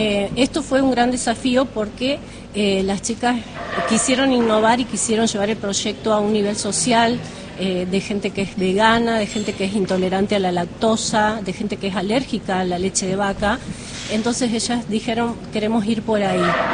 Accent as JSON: {"language": "Spanish", "region": "Santa Fe", "country": "Argentina", "moved": "yes", "lives_now": "Villa Mercedes, Argentina", "said": "Bueno, yo soy técnico en industrias lácteas, vengo de Santa Fe."}